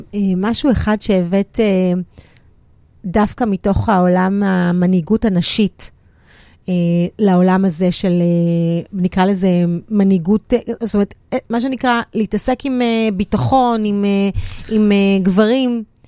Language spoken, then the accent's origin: Hebrew; Jerusalem, Jerusalem District, Israel; אני שרופה, אני ירושלמית